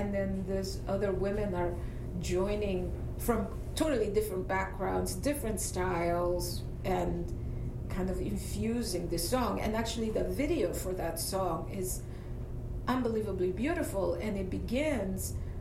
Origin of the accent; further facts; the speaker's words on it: El Salvador; moved away; I was from El Salvador, but I was Latin American.